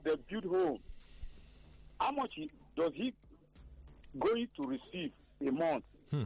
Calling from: Ojo, Lagos, Nigeria; I'm calling from Ojo.

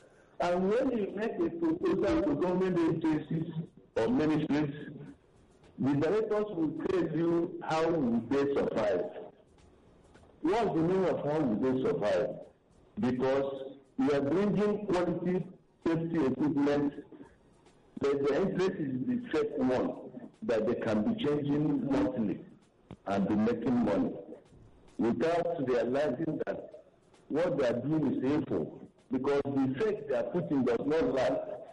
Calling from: Lagos, Nigeria; I'm calling from Lagos.

